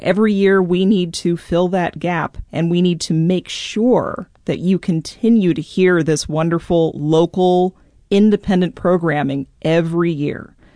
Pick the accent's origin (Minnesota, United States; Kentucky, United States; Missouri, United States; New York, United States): Missouri, United States; St. Louis; And then I grew up in St. Louis, but I am new to this job, started here in February, and I'm happy to be here pitching with you.